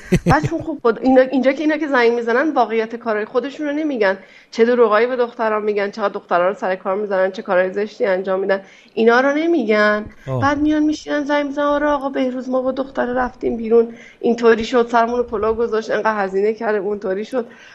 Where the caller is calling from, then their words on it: Tehran, Tehran Province, Iran; من از تهران هستم.